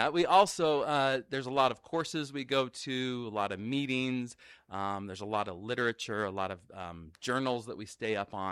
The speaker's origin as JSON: {"language": "English", "region": "Alaska", "country": "United States", "tie": "born or raised there", "also_born_or_lived": "Hawaii / Provo, Utah / Virginia / Oregon", "moved": "as an adult", "lives_now": "Utah, United States", "said": "I grew up in Alaska. I grew up in Kodiak and Juneau, Alaska. And then I've moved all over with my training since then, and including went to Hawaii for undergrad"}